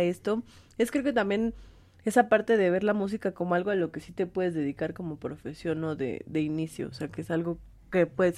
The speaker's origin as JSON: {"language": "Spanish", "region": "Mexico City", "country": "Mexico"}